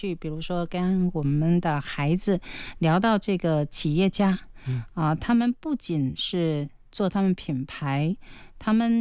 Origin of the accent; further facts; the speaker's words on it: Quanzhou, Fujian, China; 它也是融进我们泉州人的基因里面的一个记忆